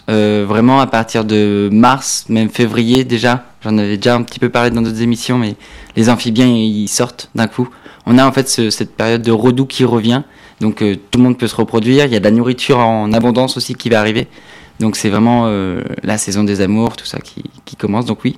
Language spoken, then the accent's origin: French; Normandy, France; Moi, je viens du Calvados de base sur les plages du débarquement